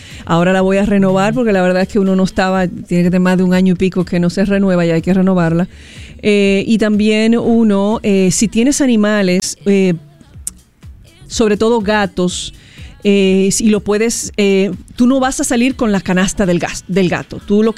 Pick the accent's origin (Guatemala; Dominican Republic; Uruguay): Dominican Republic; Nosotros, como República Dominicana, somos un país que estamos en un punto drástico en temas geológicos